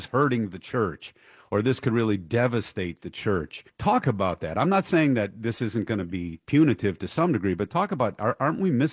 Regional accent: Dearborn, Michigan, United States; my hometown is Dearborn, Michigan.

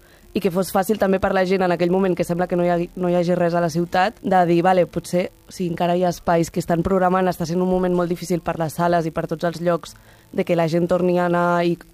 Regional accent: Cambrils, Catalonia, Spain; I és que, en la línia de que sóc l'única que no sóc de Barcelona, crec que precisament perquè ho comparo tota l'estona... Jo sóc de Cambrils

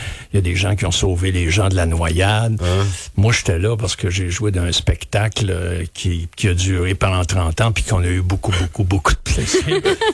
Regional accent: Granby, Quebec, Canada; moved away as an adult; Oui, je suis né à Granby. J'ai grandi ici. Mes parents ont vécu ici toute leur vie. Et moi, je suis parti. J'avais peut-être 18-19 ans, mais je suis revenu souvent.

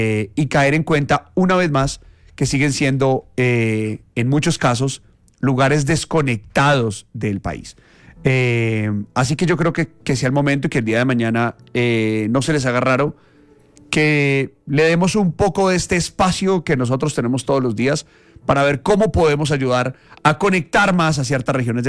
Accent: Colombia; estoy pues seguro es que unidos más como colombianos.

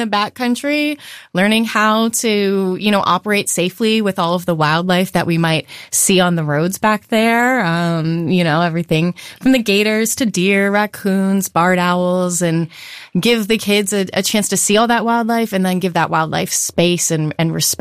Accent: Florida, United States; growing up in Southwest Florida and visiting Corkscrew, visiting Big Cypress, places like that through field trips, planted those seeds of love for our local ecology

